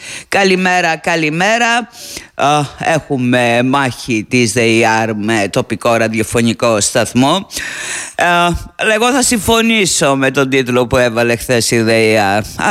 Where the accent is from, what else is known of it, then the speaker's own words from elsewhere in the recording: Crete, Greece; now in Rhodes, Greece; στέλνουμε την αγάπη μας στο Μυλοπόταμο της Κρήτης, στην ιδιαίτερα μου πατρίδα που δοκιμάζεται.